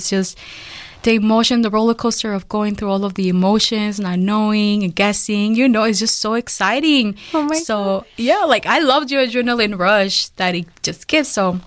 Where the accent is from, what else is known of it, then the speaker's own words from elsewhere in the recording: Mexico; So I was born in Mexico, and I was raised in a little village.